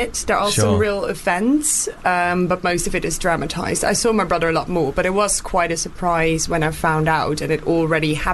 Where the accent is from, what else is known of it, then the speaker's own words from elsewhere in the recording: Netherlands; moved away; because I'm from the Netherlands